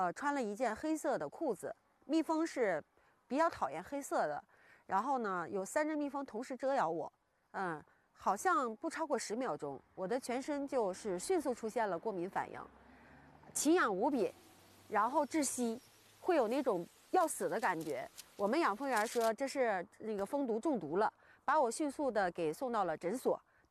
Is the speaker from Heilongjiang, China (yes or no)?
yes; Yichun, Heilongjiang, China; moved away as an adult; also born or lived in Beijing; 从小就在山里面长大，就是一回来就觉得浑身舒服